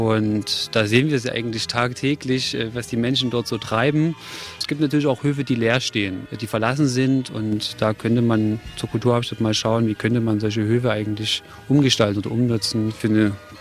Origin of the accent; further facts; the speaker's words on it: Glauchau, Saxony, Germany; Ich bin hier in Klauchau geboren, das ist etwa 20 Kilometer von Chemnitz entfernt